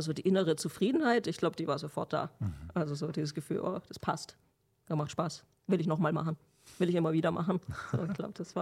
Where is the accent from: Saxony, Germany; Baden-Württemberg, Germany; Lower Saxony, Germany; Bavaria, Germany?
Baden-Württemberg, Germany; Stuttgart; Ja, als Stuttgarterin hatten wir jetzt Wintersport erstmal nicht so auf dem Schirm, jetzt muss ich sagen.